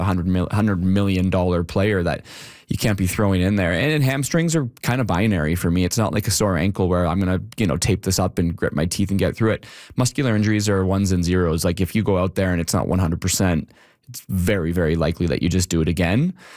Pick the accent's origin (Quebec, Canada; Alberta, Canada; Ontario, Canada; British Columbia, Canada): British Columbia, Canada; Vancouver; moved away; I'm from Vancouver originally